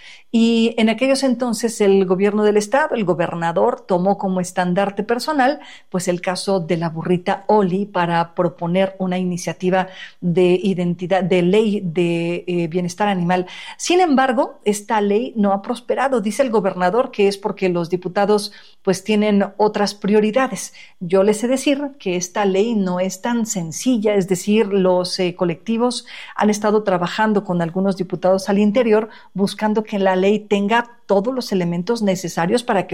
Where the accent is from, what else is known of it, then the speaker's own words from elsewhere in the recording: Mexico; lo que buscamos como mexicanos es precisamente la identidad